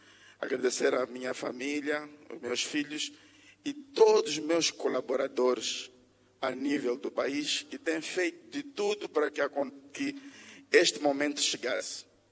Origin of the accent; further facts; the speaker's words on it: Zambezia, Mozambique; moved away; also born or lived in Beira, Mozambique; eu nasci primeiro na Beira, cresci na Zambésia e hoje estou a receber aqui no Maputo.